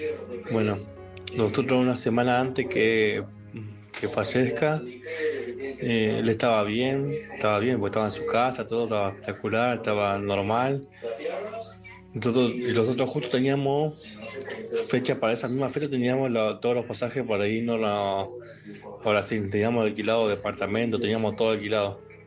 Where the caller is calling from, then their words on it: Bella Vista, Buenos Aires Province, Argentina; Yo soy acá de Bellavista y mi papá vivía en Guernica, zona sur.